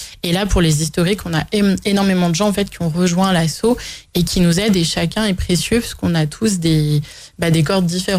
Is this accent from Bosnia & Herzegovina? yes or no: no; Gaillon, Normandy, France; j'ai 35 ans. Je suis originaire de Gaillon, donc vraiment, j'ai grandi. Je suis pas née à Gaillon, mais je suis arrivée toute petite là-bas. Donc voilà, j'ai ma famille qui est originaire de Gaillon depuis très longtemps. On est une vieille famille gaillonnaise